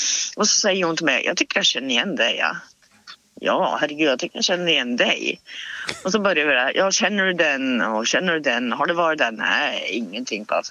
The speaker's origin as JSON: {"language": "Swedish", "town": "Hille", "region": "Gävleborg County", "country": "Sweden", "tie": "born or raised there", "said": "Ja, och jag vill bara säga att jag är uppvuxen i Hille, så det är inte så långt därifrån."}